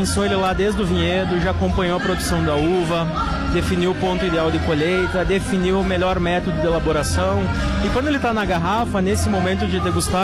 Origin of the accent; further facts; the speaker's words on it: Caxias do Sul, Rio Grande do Sul, Brazil; sou natural de Caxias.